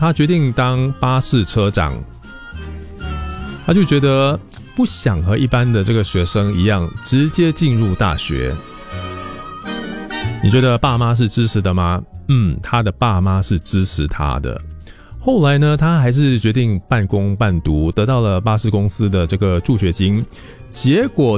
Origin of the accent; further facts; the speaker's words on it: Singapore; 因为在新加坡，我们都是这样长大的嘛